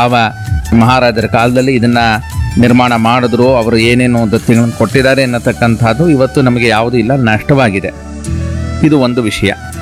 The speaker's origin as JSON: {"language": "Kannada", "area": "Mysuru district", "region": "Karnataka", "country": "India", "moved": "yes", "lives_now": "Mysuru, India", "said": "ಇಲ್ಲೇ ಶ್ರೀಕೋಟೆ ತಾಲೂಕಿನ ಕೇಬಳತೂರು ಗ್ರಾಮದವರು. ಇರೋದಿವ ವಾಸ ಮೈಸೂರಿನಲ್ಲಿ."}